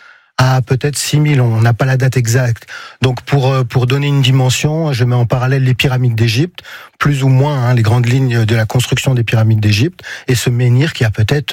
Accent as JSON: {"language": "French", "town": "Pagny-la-Blanche-Côte", "region": "Grand Est", "country": "France", "moved": "yes", "lives_now": "Dieulouard, France", "said": "Ah, c'est Pagny-la-Blanche-Côte en Meuse, à côté de Vannes-le-Châtel-la-Vérie."}